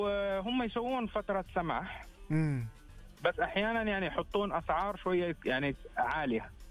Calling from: Jeddah, Makkah Province, Saudi Arabia

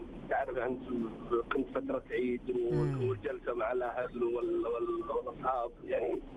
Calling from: Riyadh, Riyadh Province, Saudi Arabia; من الرياض.

